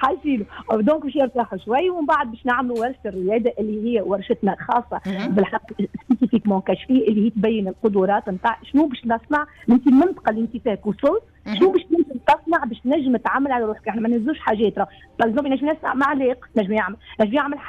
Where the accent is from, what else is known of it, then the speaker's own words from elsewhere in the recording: Tunisia; كما نحن عندنا في تونس في الوطن